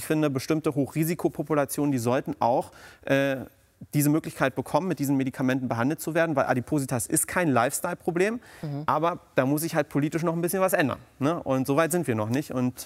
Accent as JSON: {"language": "German", "region": "East Germany", "country": "Germany", "lives_now": "Helmstedt, Germany", "said": "Also wir kommen ursprünglich aus Ostdeutschland, aber sind nach der Wende rübergezogen nach Westdeutschland, weil meine Eltern dort Arbeit gefunden haben."}